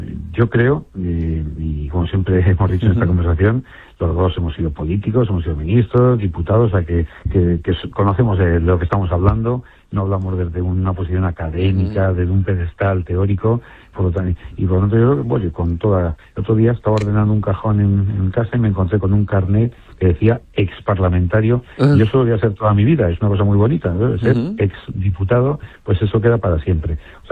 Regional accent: Spain; Y yo creo que los españoles somos generosos.

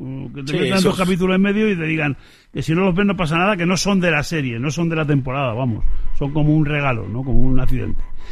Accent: Valencia, Valencian Community, Spain; Buenos días … de Valencia.

